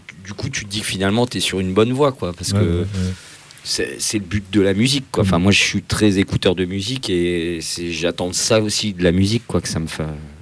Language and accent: French; Metz, Grand Est, France; moi je suis de Metz